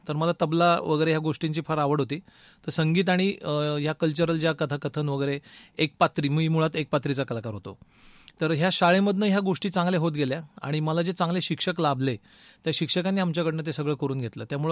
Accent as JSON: {"language": "Marathi", "town": "Ahilyanagar", "region": "Maharashtra", "country": "India", "tie": "born or raised there", "said": "माझं बालपण अहिल्यानगरमध्येच गेलं, पण भिंगर लांब यादी राहायचो. माझे वडील बँक ऑफ इंडियामध्ये सर्व्हिस करायचे, तर भिंगर साईडला मी राहिलोय"}